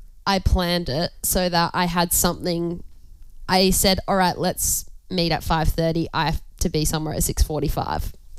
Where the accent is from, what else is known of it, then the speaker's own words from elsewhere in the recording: Adelaide Hills, South Australia, Australia; now in Darwin, Australia; where you grew up. And of course, I can talk about the Adelaide Hills for days.